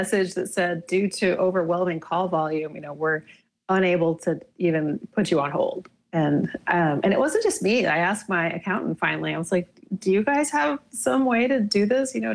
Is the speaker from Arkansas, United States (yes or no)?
no; Ogden, Utah, United States; because I'm from Ogden, Utah.